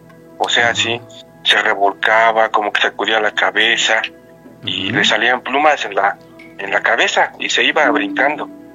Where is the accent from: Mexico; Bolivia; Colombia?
Mexico; Veracruz; Mira, yo soy de un pueblo desde el estado de Veracruz, uh-huh, donde siempre, pues yo desde muy pequeño he visto muchas cosas muy, muy raras ahí